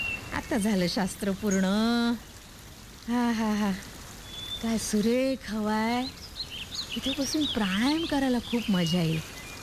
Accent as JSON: {"language": "Marathi", "region": "Maharashtra", "country": "India", "said": "अगं मी मराठीच आहे।"}